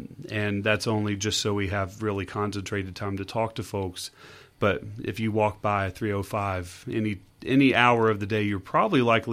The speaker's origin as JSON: {"language": "English", "region": "Kentucky", "country": "United States", "tie": "born or raised there", "said": "In Kentucky, just south of Cincinnati."}